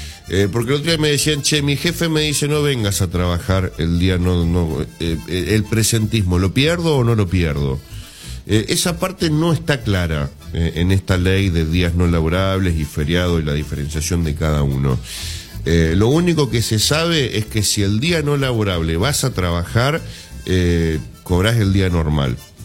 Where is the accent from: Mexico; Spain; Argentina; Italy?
Argentina